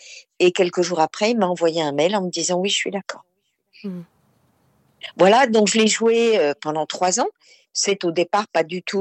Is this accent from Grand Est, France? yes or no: no; Lyon, Auvergne-Rhône-Alpes, France; moi je suis lyonnaise, comme Thierry Frémaux.